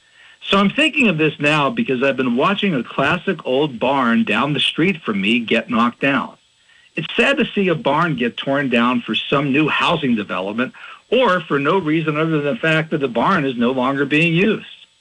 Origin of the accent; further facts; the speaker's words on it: Butler, Pennsylvania, United States; also born or lived in Pittsburgh / Russellton; I was born in December 1966 in the Oakland section of Pittsburgh. I then moved to a small coal town called Russellton for a few years, and then grew up in suburban Butler, Pennsylvania.